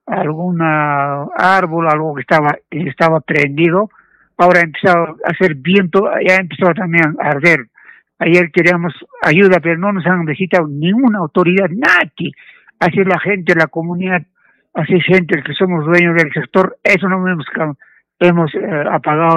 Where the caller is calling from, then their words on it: Puno, Peru; estoy llamando de Asilo Chiquillaca, de la comunidad Paxa, del sector Tangolaya.